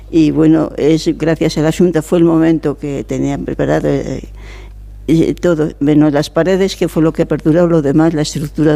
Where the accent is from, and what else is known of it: Castile and León, Spain; born or raised there; moved away